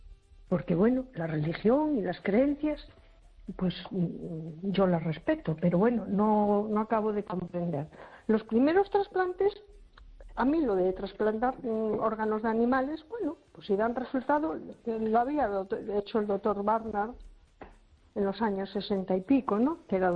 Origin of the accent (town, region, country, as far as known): A Coruña, Galicia, Spain